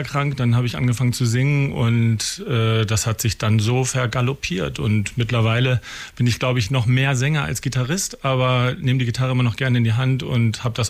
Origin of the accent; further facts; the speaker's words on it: Lower Saxony, Germany; also born or lived in Essen; now in Hanover, Germany; 2009 kam ich aus Essen damals wieder zurück. Zurück deswegen, weil ich hier in Hannover, im wunderschönen Hannover studiert habe und hier einfach meine Heimat ist. Als Niedersachse ist man ja sturmfest und erdverwachsen und kommt natürlich wieder zurück.